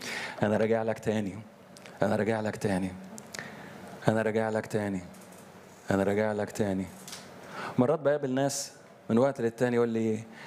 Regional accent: Upper Egypt, Egypt; حد فاكر الأخ براذر أندرو زي ما كان يقول عندنا في الصعيد؟

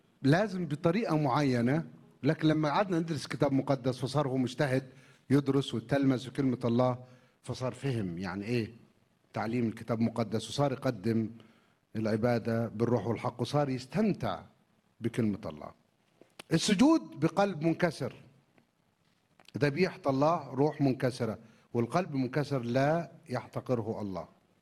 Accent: Egypt; احنا كشعب مصري

